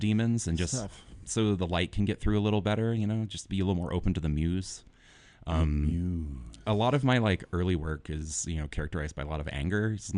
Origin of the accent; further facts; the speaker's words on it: Midwest, United States; born there; now in Nashville, United States; being a Midwesterner at birth.